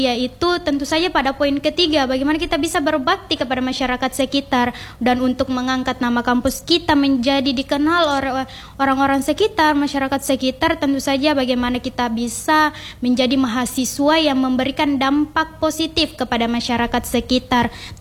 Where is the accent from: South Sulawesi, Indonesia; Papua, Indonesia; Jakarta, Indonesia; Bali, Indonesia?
South Sulawesi, Indonesia; di daerah saya, Kabupaten Jeneponto